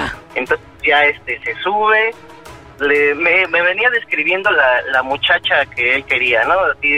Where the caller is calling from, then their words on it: Mexico City, Mexico; De aquí, de la Ciudad de México.